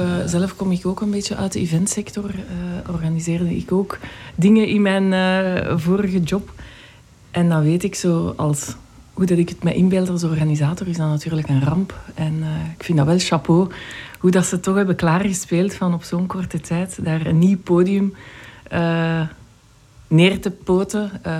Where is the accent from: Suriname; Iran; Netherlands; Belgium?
Belgium; Zaventem, Flanders; mijn ouders zijn afkomstig van het Leuvense, maar wel heel mijn leven in Zaventem.